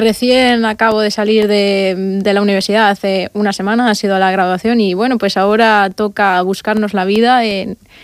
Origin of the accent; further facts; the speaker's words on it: Hellín, Castilla-La Mancha, Spain; now in Murcia, Spain; En Hellín, un pueblo en Albacete.